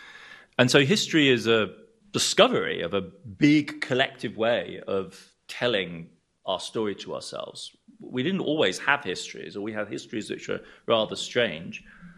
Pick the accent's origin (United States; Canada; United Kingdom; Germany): Germany; Like me myself, I grew up in Germany.